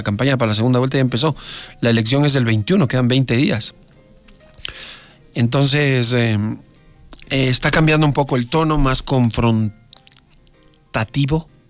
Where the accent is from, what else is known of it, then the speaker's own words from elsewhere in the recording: Colombia; Yo también soy colombiano.